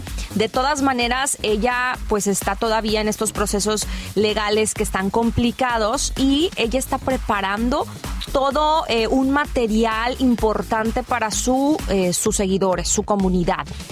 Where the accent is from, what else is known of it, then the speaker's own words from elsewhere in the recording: Mexico; quienes somos mexicanos